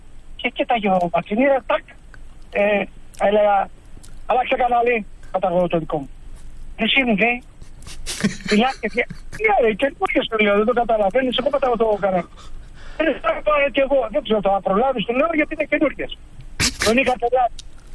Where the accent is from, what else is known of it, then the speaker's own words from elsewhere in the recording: Zacharo, Western Greece, Greece; born there; also born or lived in Lavrio / Nea Ionia; Μεγάλωσα στη Ζαχάρο και στο Λαύριο.